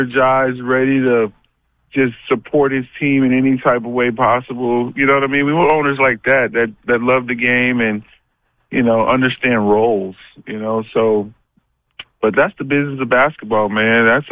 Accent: Boston, Massachusetts, United States

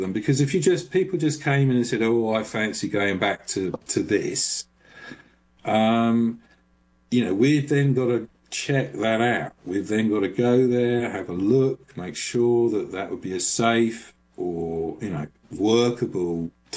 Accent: London, United Kingdom; And you know, as a Londoner, you know, I'm fascinated by, at that point, the biggest city in Europe, the most dynamic city

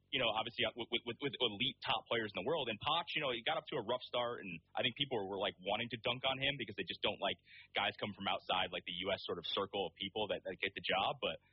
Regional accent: Connecticut, United States; born or raised there

